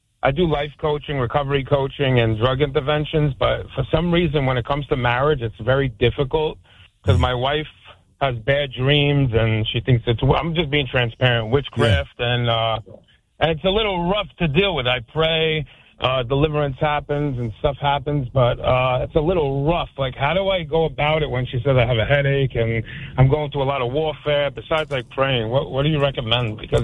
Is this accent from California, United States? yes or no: no; Philadelphia, Pennsylvania, United States; Good to see somebody from Philadelphia. I'm originally from Philadelphia, too.